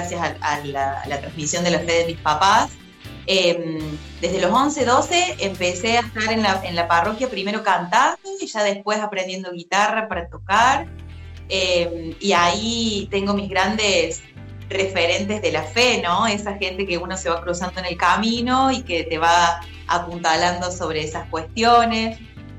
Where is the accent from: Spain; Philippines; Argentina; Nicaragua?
Argentina; Alejandro Roca, Córdoba; Yo soy de Alejandro Roca, un pueblito que está a 80 kilómetros de Río Cuarto, estoy a una horita de viaje. Y yo crecí acá en mi Alejandro Amado, en la parroquia Nuestra Señora de la Asunción.